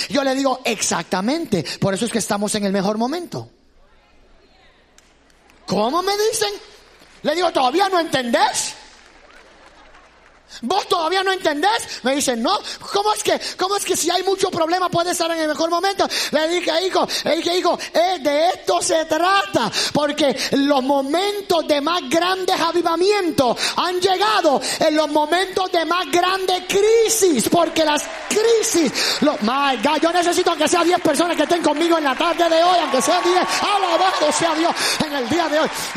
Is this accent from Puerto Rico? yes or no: yes; Puerto Rico; Puerto Rico, de donde yo vengo